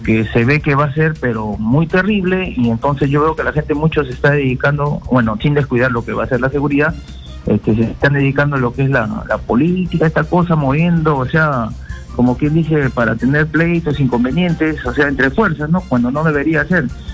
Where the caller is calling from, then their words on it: Lima, Peru; de San Miguel.